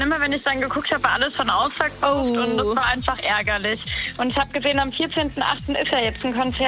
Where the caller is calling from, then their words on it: Germany; Ich komme aus Friedstadt.